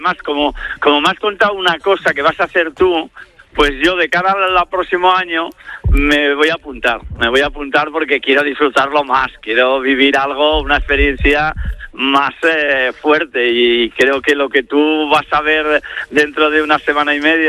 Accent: Spain; Entonces, ¿cómo nos van a decir que nosotros somos racistas los españoles?

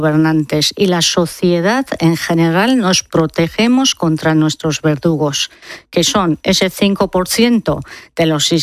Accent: Iran; now in Spain; Yo soy afortunadamente tan iraní como española, tan española como iraní.

